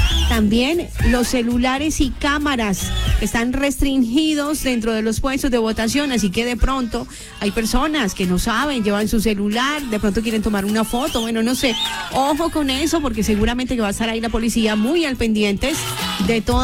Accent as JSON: {"language": "Spanish", "country": "Colombia"}